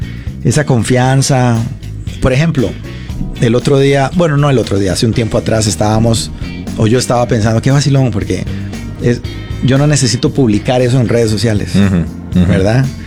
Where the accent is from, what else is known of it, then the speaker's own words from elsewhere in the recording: Costa Rica; Somos todos ticos, ¿verdad?